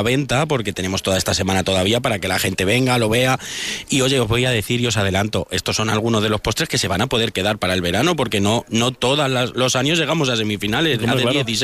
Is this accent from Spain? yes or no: yes; Spain; por lo menos como buen español celebrarlo con una fiesta.